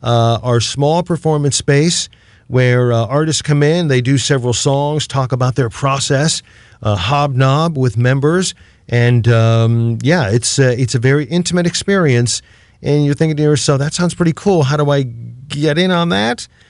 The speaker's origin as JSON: {"language": "English", "town": "Canton", "region": "Ohio", "country": "United States", "tie": "born or raised there"}